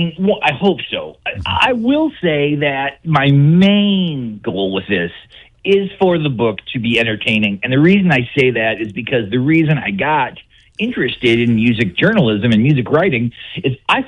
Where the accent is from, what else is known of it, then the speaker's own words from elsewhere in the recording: North Dakota, United States; moved away; also born or lived in Akron; growing up in North Dakota